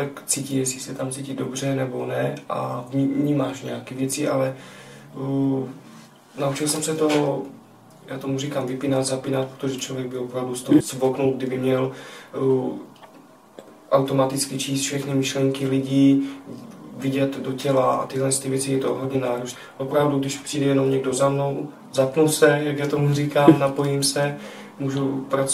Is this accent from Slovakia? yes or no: yes; Slovakia; born there; Czech is a second language; moved away; Snažím mluvit česky, ale jsem původem Slovák a napůl Bulhár.